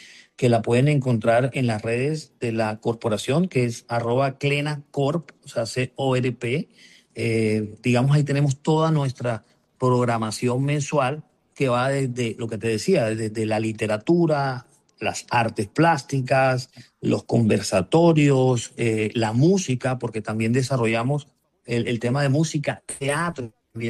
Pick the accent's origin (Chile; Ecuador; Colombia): Colombia; Barranquilla, Atlántico; yo como barranquillero, yo me siento muy orgulloso de que el presidente electo ha visto de poder gobernar de las regiones.